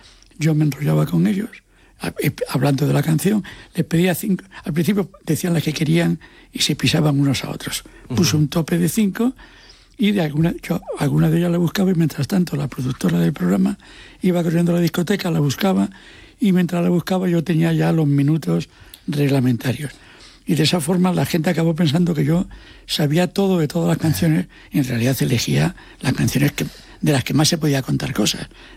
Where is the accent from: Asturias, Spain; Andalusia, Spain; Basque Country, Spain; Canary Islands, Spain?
Asturias, Spain; Como yo soy asturiano, digo, ¿de dónde?